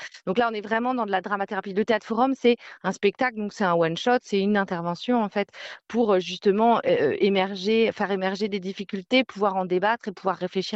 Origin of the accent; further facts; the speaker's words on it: Normandy, France; Nous, on est basé dans le 20e, en fait, sur Paris. Après, moi, je suis originaire de l'Orne.